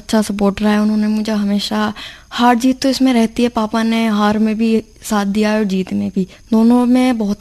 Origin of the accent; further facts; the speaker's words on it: Uttar Pradesh, India; मैं सादीपुर से बिलोंग करती हूँ